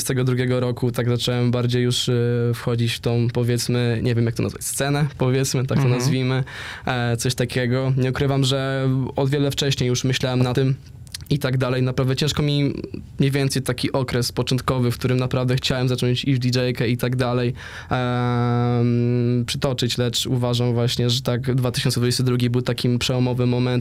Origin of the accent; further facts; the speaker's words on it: United Kingdom; No przez pewien okres wychowywałem się właśnie w UK.